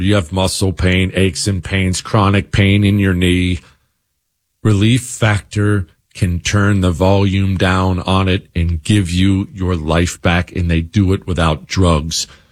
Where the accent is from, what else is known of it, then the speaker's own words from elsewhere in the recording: Montana, United States; Told you these stories before growing up in Montana.